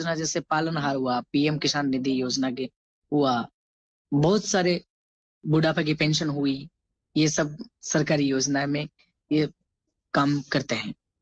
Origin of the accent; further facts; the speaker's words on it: Ganeshpura, Rajasthan, India; मैं अजमेर जिले में सरवाड़ के पास में एक छोटा सा गांव है गणेशपुरा, वहां का मैं रहने वाला हूँ।